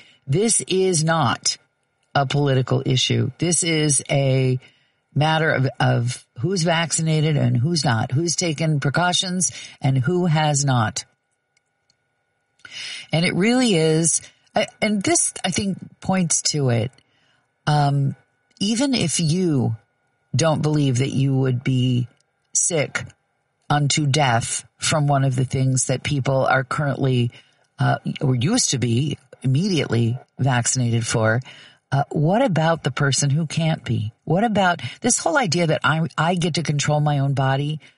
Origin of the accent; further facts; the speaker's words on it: Kansas, United States; Growing up in Kansas, as I did